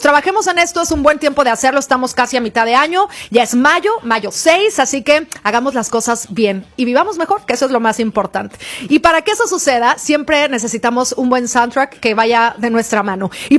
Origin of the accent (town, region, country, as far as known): Mexico